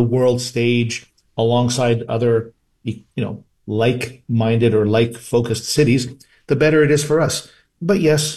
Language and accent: English; Montreal, Quebec, Canada; every time we travel, people say, hey, where are you from? You say Montreal.